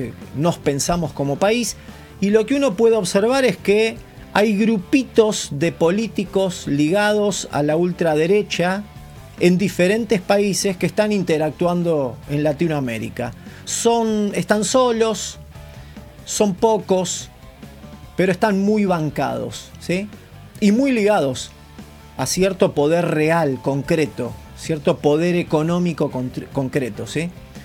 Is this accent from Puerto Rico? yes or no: no; Argentina